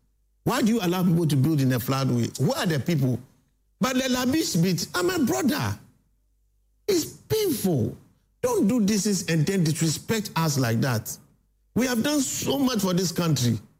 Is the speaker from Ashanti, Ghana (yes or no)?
no; Accra, Greater Accra, Ghana; I come from Jamestown, British Accra.